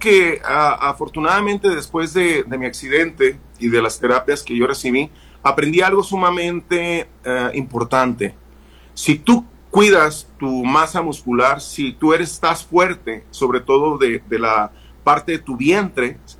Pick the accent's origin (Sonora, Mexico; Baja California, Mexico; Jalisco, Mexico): Baja California, Mexico; Tijuana; Siempre a donde yo voy, pongo el nombre de mi Tijuana, lo más alto que yo pueda. Hablo de mi tierra, hablo de mis tradiciones en Tijuana